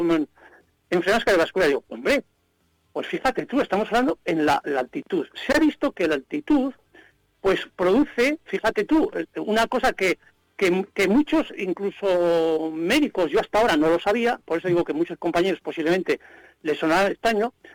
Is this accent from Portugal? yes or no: no; La Rioja, Spain; now in Soria, Spain; yo soy riojano, nací en La Rioja, uh-huh. vivo en Soria desde hace más de 40 años